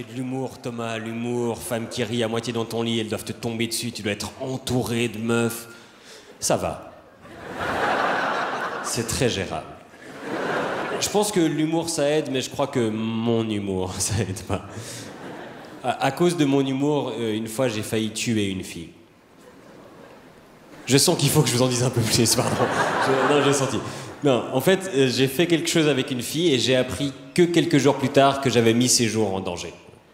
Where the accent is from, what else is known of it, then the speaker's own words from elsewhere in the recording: Switzerland; en tant que bon Suisse empreint de neutralité